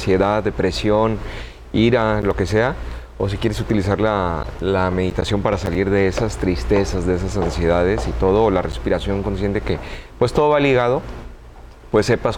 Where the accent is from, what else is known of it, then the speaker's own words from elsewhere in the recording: Mexico; Fernando y yo estamos, que somos mexicanos